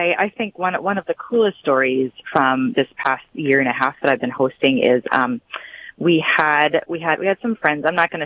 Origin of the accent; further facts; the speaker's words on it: Hillsboro, North Dakota, United States; I'm from Hillsboro, North Dakota